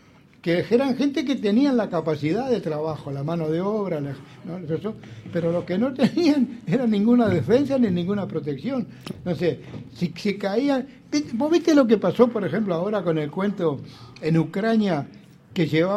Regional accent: Uruguay

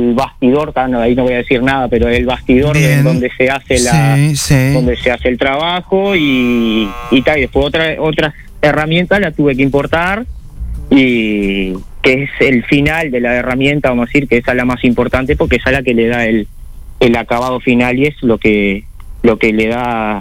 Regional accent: San Carlos, Maldonado, Uruguay; now in José Ignacio, Uruguay; Soy de San Carlos de Maldonado, pero ahora por temas laborales, hace 4 años y medio que estamos en José Ignacio.

